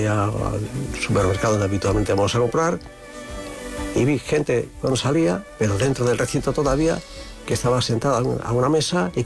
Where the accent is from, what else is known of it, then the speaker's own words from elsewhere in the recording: Basque Country, Spain; Y como los vascos lo hacemos donde nos da la gana